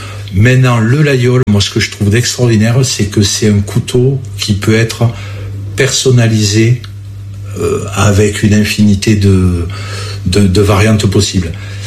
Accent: Laguiole, Occitanie, France; born there; moi je suis l'Aïeulé, je suis né à l'Aïeul. Je suis né à l'Aïeul.

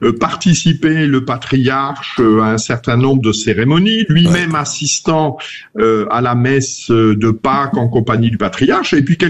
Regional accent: Rennes, Brittany, France; je suis de Rennes

